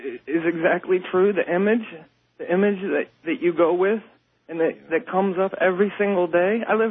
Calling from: Akron, Ohio, United States; I'm calling out of Akron, Ohio, WTAM 1100.

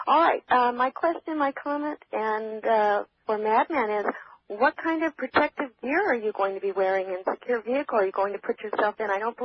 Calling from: Santa Monica, California, United States; I'm calling from Santa Monica, California.

